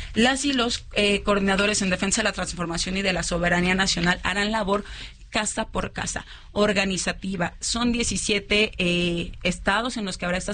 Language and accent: Spanish; Michoacán, Mexico; yo soy michoacana y me tocó vivir, lamentablemente, el sexenio de Calderón.